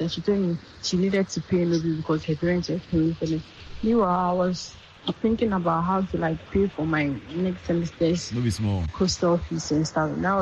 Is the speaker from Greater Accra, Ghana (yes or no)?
yes; Accra, Greater Accra, Ghana; from Accra.